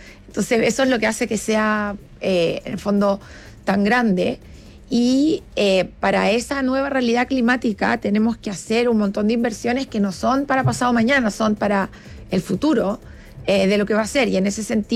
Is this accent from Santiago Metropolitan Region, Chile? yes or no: yes; Cajón del Maipo, Santiago Metropolitan Region, Chile; Claro, pero yo, por ejemplo, crecí en el Cajón del Maipo, que muchas veces ha pasado esto y te avisan, pero es otro tipo de lluvia.